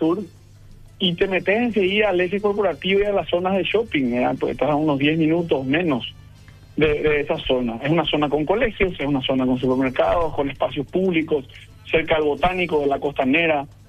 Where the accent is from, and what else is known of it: Paraguay